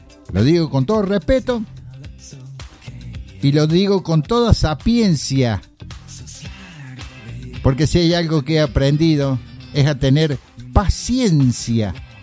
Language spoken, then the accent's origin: Spanish; Córdoba, Argentina; born there; now in Huerta Grande, Argentina; Quiero decirles que soy nacido en la ciudad de Córdoba, más precisamente en Alta Córdoba. Más cordobés no puedo ser.